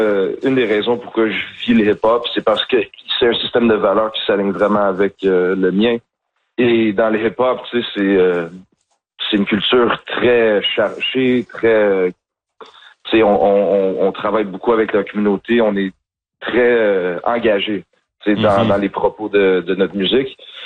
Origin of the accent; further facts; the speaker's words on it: Montreal, Quebec, Canada; Tu sais, moi, je viens de Saint-Henri. J'ai vécu autour de Saint-Henri, les derniers 14 ans de ma vie.